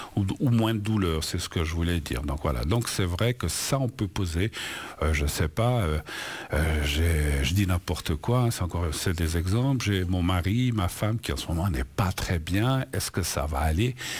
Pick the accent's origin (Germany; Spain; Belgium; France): Spain; French is a second language; Alors, jusqu'à présent, de l'Espagne, de mon pays d'origine